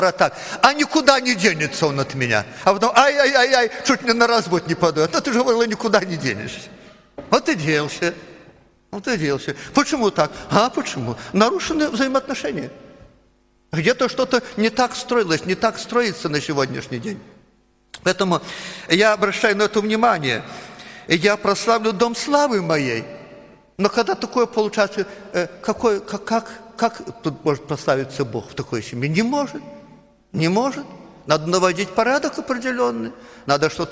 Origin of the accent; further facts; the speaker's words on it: Belarus; Но я белорус на сегодняшний день. Говорят, литвины, говорят, это славяне. А кто его знает, кто есть? Я не знаю своей родословной. Может, я как-то помесь какая-то, еврея еще